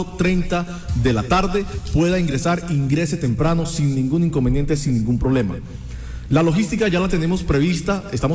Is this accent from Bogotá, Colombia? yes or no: no; Cartagena, Bolívar, Colombia; aquí todos somos hinchas de Real Cartagena, sí, todos los que somos cartageneros.